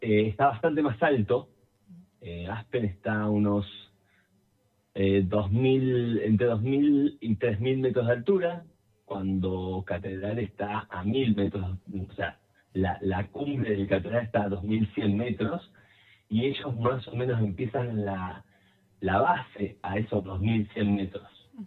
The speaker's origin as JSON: {"language": "Spanish", "town": "Cipolletti", "region": "Río Negro", "country": "Argentina", "said": "Yo no solo soy de Río Negro, soy cipoleño."}